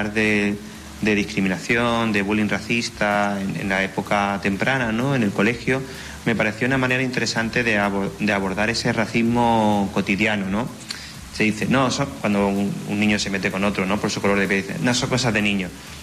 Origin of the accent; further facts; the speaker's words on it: Ceuta, Spain; moved away; volver a Ceuta, yo nací en Ceuta